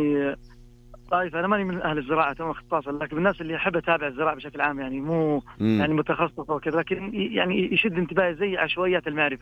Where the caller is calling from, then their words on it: Taif, Makkah Province, Saudi Arabia; أكلمكم من الطائف أنا.